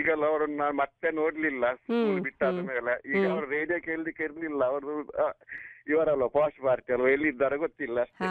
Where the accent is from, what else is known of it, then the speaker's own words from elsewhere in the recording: Karnataka, India; born there; also born or lived in Venur; ಅದೇ ನಮ್ಮ ಇಲ್ಲಿ ಇದ್ದೇವಲ್ವ ನಾವು ಕಲ್ಲಾಡಿ ಬಾರ್ದಿಲ್ಲ ಆ ಊರು ಅಲ್ಲಿಗ. ಹಾಗೆ ನಾವು ಚಿಕ್ಕಂದಿನಿರುವಾಗ ಬಸ್ ಇರ್ಲಿಲ್ಲ ಅಂದ್ರೆ ಮಂಗಳೂರು ಮೂಡಬಿದಿರೆ ರೋಡ್ ಅಲ್ಲಿ